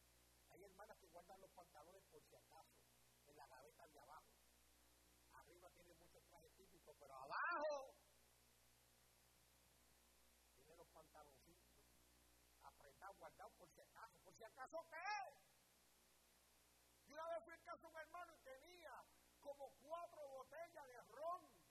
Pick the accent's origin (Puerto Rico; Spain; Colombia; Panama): Puerto Rico; Caguas; Tenía 13 años, pero como los puertorriqueños crecemos, ya yo me creía con 13 años